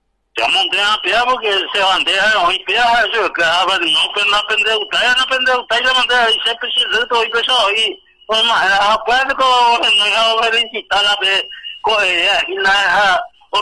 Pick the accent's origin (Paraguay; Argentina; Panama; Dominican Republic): Paraguay; Yo soy paraguayo a su